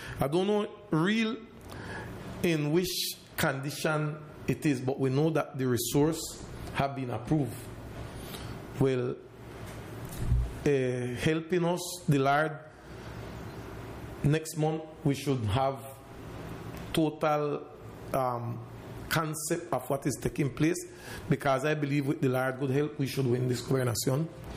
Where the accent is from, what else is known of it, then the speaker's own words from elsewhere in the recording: Providencia, San Andrés, Providencia and Santa Catalina, Colombia; as a Providence man, I have to say, I was raised in Providence. I love Providence. I love our island.